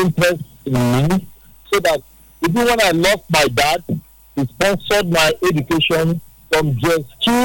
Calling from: Port Harcourt, Rivers, Nigeria; I'm calling you from Port Harcourt.

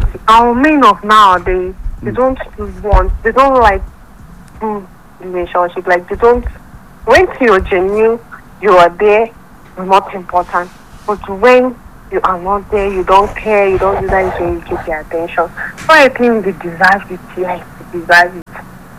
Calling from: Bukuru, Plateau, Nigeria; It's still … from Bukuri.

